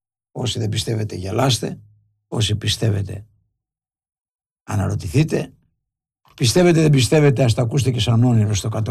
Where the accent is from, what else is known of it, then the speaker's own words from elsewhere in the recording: Egklouvi, Ionian Islands, Greece; όπως είναι από το χωριό μου τώρα με εγκλουβί, που έλεγα και χθες, βγάζουμε και τη φοβερή φακή εγκλουβής